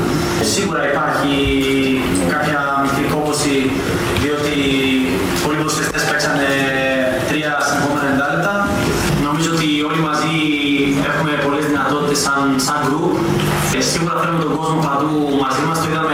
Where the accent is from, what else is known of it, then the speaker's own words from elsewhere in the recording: Northern Greece, Greece; Οπότε και εγώ, σαν παιδί της Βόρειου Ελλάδας, είμαι πάρα πολύ χαρούμενος που παίζω σχετικά στα μέρη μου.